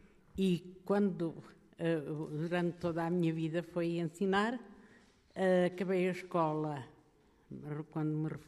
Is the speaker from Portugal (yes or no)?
yes; Miuzela do Côa, Guarda, Portugal; now in Fundão, Portugal; Sou natural do Conselho de Almeida, da Freguesia de Miozela do Coa. E estou no Fundão há 51 anos.